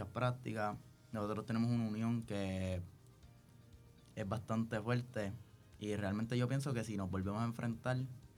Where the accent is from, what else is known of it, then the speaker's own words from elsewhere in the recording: Las Piedras, Puerto Rico; Yo soy de Las Piedras.